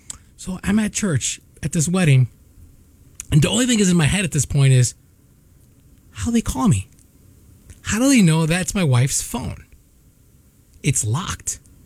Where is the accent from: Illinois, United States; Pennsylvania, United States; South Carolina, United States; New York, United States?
Illinois, United States; Chicago; I'm a citizen born and raised in Chicago